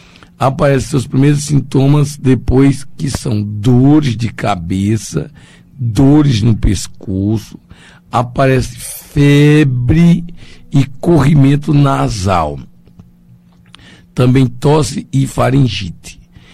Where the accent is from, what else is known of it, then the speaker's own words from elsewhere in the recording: Campina Grande, Paraíba, Brazil; Mandando um abraço fraterno a todos os meus amigos daqui de Campina Grande, a minha cidade natal.